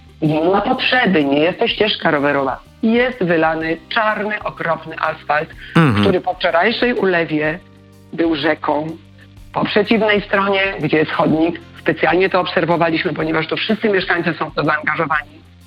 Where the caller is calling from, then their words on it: Łódź, Łódź Voivodeship, Poland; Dzwonię z Łodzi